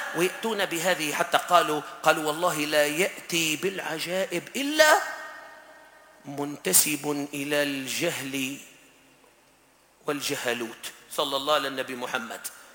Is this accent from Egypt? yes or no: no; Tunisia